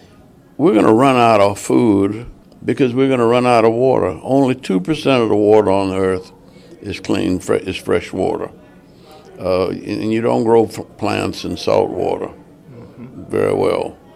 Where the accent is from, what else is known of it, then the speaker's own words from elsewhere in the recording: New Orleans, Louisiana, United States; I grew up in New Orleans, and I've been watching the Mississippi River flood all my life.